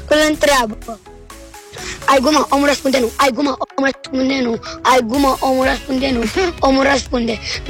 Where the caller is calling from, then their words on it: Bucharest, Romania; din București, am 6 ani.